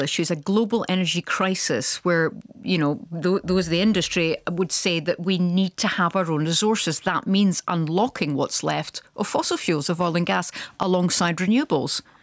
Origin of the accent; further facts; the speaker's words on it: Aberdeen, Scotland, United Kingdom; I'm from Aberdeen. I know how rooted the city is in oil and gas